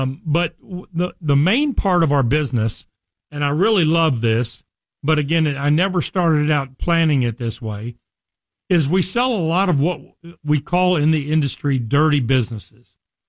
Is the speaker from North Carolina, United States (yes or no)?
no; Richardson, Texas, United States; born or raised there